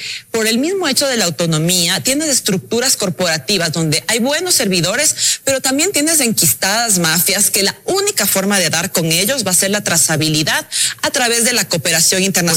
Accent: Ecuador

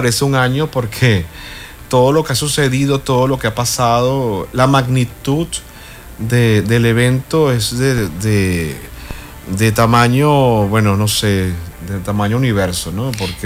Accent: Caracas, Capital District, Venezuela; now in Cancún, Mexico; En Caracas, por ejemplo, que es de donde yo vengo, de la ciudad capital

